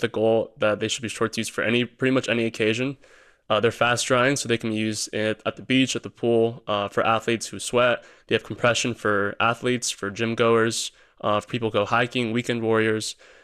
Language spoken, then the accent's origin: English; Sacramento, California, United States; I'm from Sacramento, California